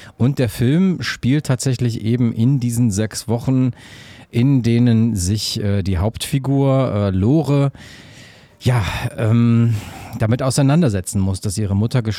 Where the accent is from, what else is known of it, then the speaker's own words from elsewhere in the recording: Aachen, North Rhine-Westphalia, Germany; Also in Aachen spricht man auch so, deswegen kenne ich das ganz gut, da bin ich aufgewachsen tatsächlich in der Ecke.